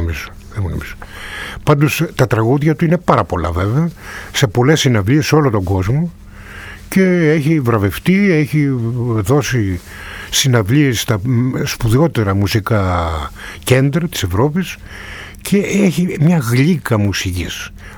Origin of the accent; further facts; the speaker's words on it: Volos, Thessaly, Greece; ήθελα να μείνω στο Βόλο, στο Πανεπιστήμιο της Αλίας, γιατί ήθελα να υπηρετήσω τον τόπο μου.